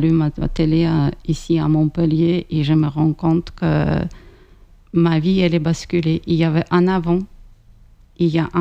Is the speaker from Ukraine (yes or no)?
yes; Ukraine; now in France; Bah, l'Ukraine, c'est mon pays natal.